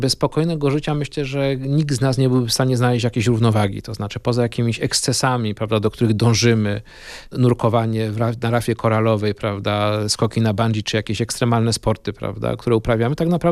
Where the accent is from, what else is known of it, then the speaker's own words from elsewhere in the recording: Kraków, Lesser Poland, Poland; Tak, ja wychowałem się na osiedlu Prokocimnowy. Ono jest na krańcach Krakowa, gierkowskie osiedle z wielkiej płyty w pobliżu Wieliczki już. Kiedyś to były granice Krakowa.